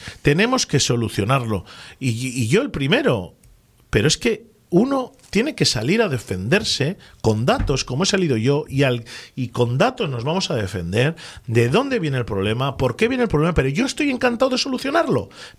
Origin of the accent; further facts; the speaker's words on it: Laredo, Cantabria, Spain; Y llevo mi pueblo en el alma. Y me pesa muchísimo más luchar por los intereses de los laredanos